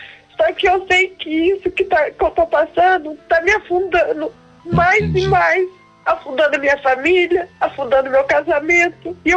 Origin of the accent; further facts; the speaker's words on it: Paraná, Brazil; Eu sou do Paraná.